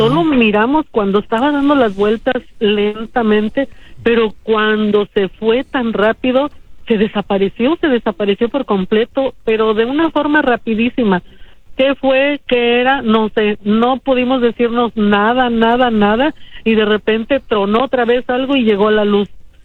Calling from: Mexico; hace como 30 años yo soy de la Ciudad de México, del estado de Puebla.

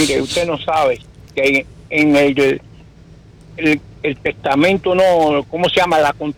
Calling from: Cuba; yo soy cubano

